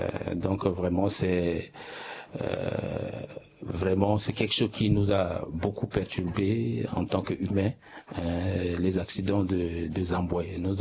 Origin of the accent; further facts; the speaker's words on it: Central African Republic; je suis Centrafricain.